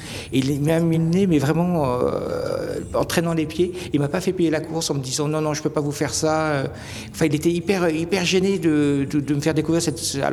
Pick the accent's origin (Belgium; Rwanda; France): France